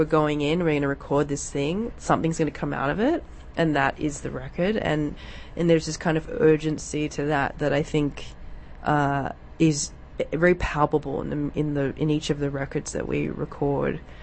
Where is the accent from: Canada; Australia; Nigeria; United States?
Australia; Sydney, New South Wales; who lives in Sydney now, where my hometown is.